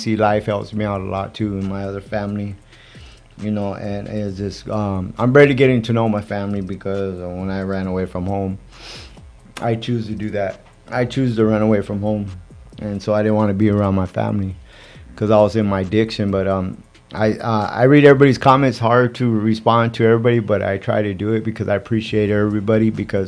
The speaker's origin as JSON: {"language": "English", "town": "San Bernardino", "region": "California", "country": "United States", "tie": "born or raised there", "said": "I'm from San Bernardino too. I grew up out here, and I grew up on 7th, all over on Home Street, all over the place, 14, Stoners."}